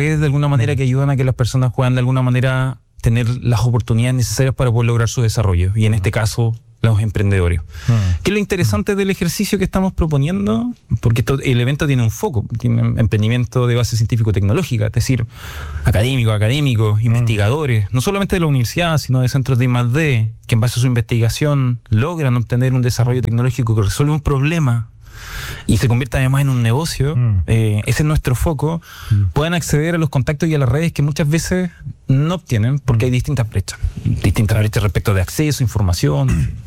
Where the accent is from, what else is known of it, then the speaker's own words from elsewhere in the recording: Ñuble, Chile; now in Concepción, Chile; cuando yo estaba estudiando en Chillán, soy de Ñuble